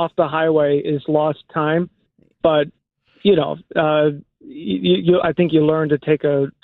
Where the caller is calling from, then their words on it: Riverside, Illinois, United States; we are back home in Riverside.